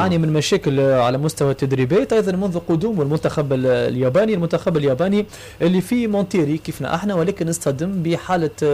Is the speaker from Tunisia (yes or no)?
yes; Tunisia